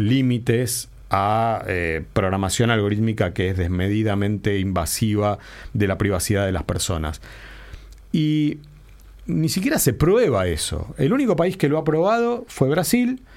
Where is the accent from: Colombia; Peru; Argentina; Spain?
Argentina; yo soy argentino